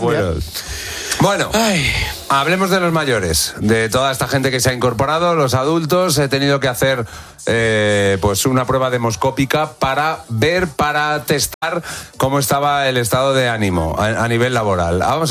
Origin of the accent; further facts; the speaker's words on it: Aragon, Spain; Que estaba en mi pueblo, en Zaragoza, y allí se maneja bien